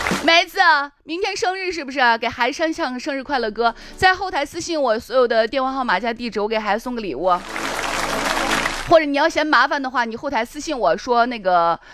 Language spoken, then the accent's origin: Chinese; China